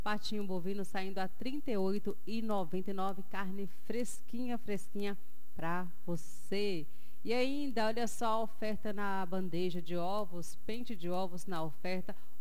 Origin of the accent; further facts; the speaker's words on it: Minas Gerais, Brazil; para nós que somos daqui, né, do norte de Minas.